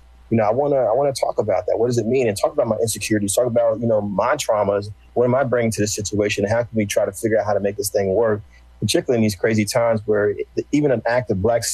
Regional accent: New Jersey, United States; I didn't know that I was from North Jersey. There's a Central Jersey, then there's a South Jersey.

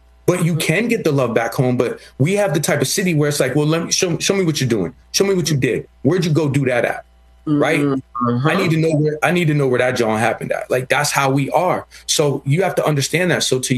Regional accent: Philadelphia, Pennsylvania, United States; I'm from Philly

